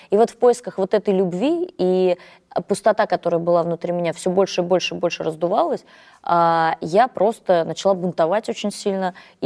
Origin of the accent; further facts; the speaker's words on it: Nizhny Novgorod, Nizhny Novgorod Oblast, Russia; born there; А я вообще родилась в Нижнем Новгороде, то есть это Нижегородка